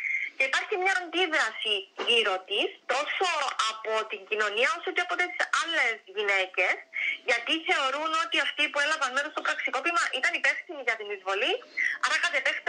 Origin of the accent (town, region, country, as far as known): Cyprus